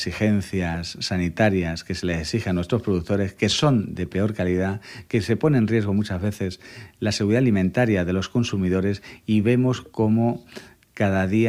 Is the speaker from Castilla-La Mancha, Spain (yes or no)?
yes; Talavera de la Reina, Castilla-La Mancha, Spain; para trabajar para la gente de mi tierra